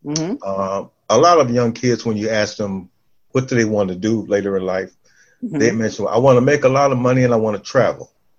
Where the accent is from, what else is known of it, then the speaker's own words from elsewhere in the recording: Detroit, Michigan, United States; moved away; growing up in Detroit, when I grew up in Detroit